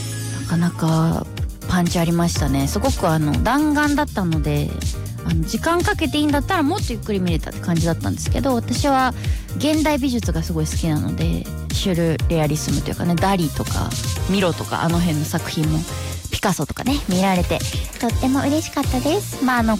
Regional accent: Kansai, Japan; 関西人としては

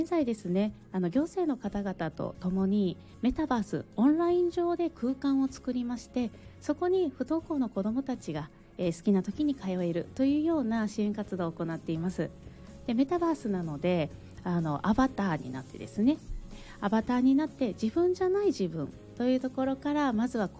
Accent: Osaka, Japan; 私は大阪で生まれ育ちまして

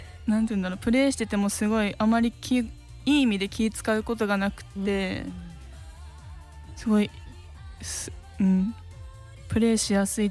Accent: Iwate, Japan; moved away as an adult; now in Sendai, Japan; 出身は岩手の方になります。

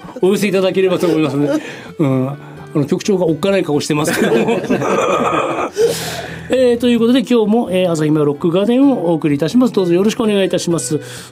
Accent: Sapporo, Hokkaido, Japan; 前回は私山花南川地区出身の私のお話でございますけれども

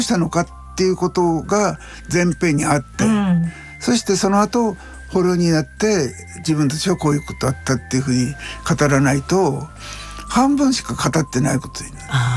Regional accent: Yamagata, Japan; 僕はあの小さい時に山形県で育ったんですが、

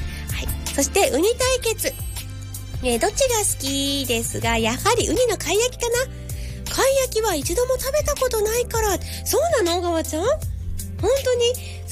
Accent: Iwaki, Fukushima, Japan; 私たちいわき市民も

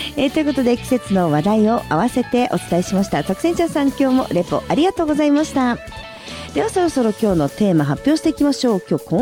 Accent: Sapporo, Hokkaido, Japan; born or raised there; moved away

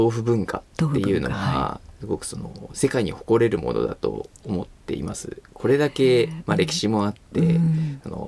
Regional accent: Tokyo, Japan; あの私東京生まれの東京育ちだったので、うんうん、あの人生一度ぐらいは東京以外のところであの生活したいなって思う気持ちもあって

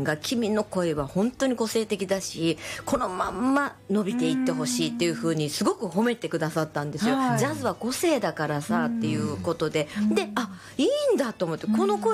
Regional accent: Kansai, Japan; moved away as an adult; now in Tokyo, Japan; 特に私関西出身で関西で歌い始めたので、

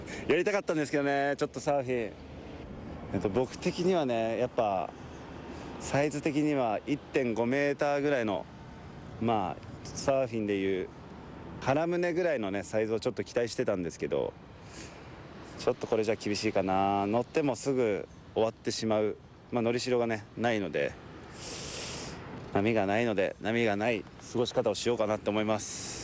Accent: Kanagawa, Japan; ジープラングラーに乗ってやってきたのは、僕のね、地元湘南エリアになります。

